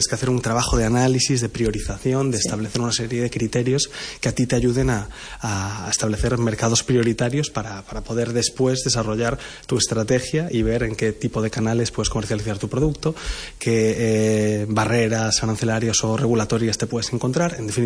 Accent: Galicia, Spain; moved away as an adult; also born or lived in Andalusia / Singapore; ya he vuelto a Galicia, a mi tierra

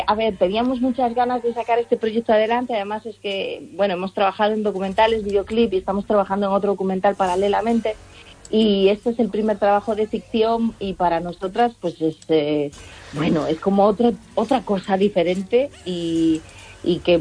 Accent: Galicia, Spain; yo digo, bueno, los que somos muy gallegos, ¿no? En algunas zonas decimos, uy, mira esas nubes

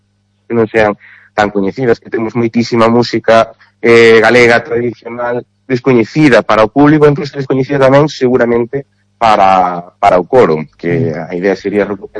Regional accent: Carballo, Galicia, Spain; además eu son daqui, pues son de Carballo, e por eso además me hace moitísima ilusión dirixir

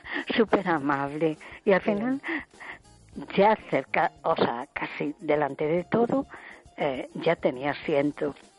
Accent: A Coruña, Galicia, Spain

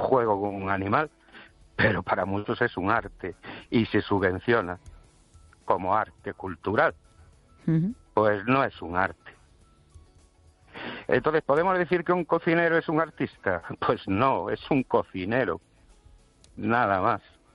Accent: Ourense, Galicia, Spain; Buenas noches, estéreo oyente … de Orense.

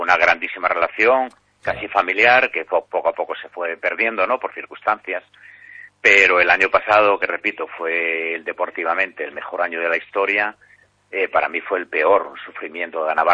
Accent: Asturias, Spain; now in Galicia, Spain; No, que va, yo soy asturiano.

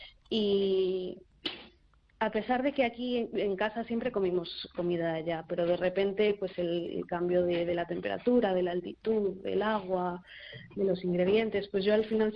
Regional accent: Santiago de Compostela, Galicia, Spain; also born or lived in Valladolid / Segovia / Ecuador; yo nací en Valladolid, como comentaste antes. Me crié en Segovia hasta los 6 años. Crecí aquí en Santiago. Pero bueno, una parte de mí pues siempre estará en Ecuador, ¿no? Donde está mi familia.

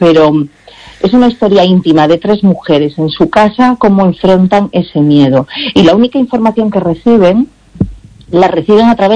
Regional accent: Galicia, Spain; yo soy mestiza también y, sí, y mi padre es de origen marroquí, mi madre es ourensana, y bueno, yo me crié aquí y nací aquí y toda mi vida la he hecho aquí, ¿no? Y entonces, pues en ese sentido es como me siento muy gallega.

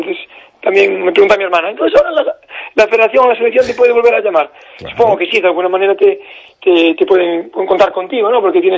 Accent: Ames, Galicia, Spain; aunque yo ahora estoy en Opino, pero me crié siempre en Ames

